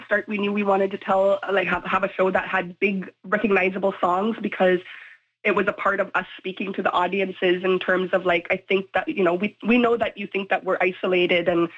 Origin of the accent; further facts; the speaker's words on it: the Arctic, Canada; I grew up in the Arctic.